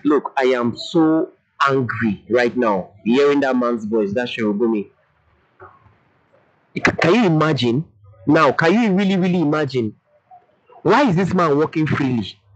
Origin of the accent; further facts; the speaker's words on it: Nigeria; born there; I don't really know why I'm a Nigerian. Like, I don't know why I was born in this country.